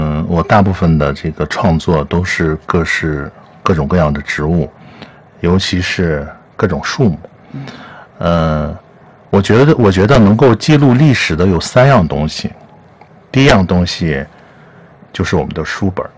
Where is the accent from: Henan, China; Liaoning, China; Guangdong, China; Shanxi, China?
Shanxi, China; 尤其我来自山西啊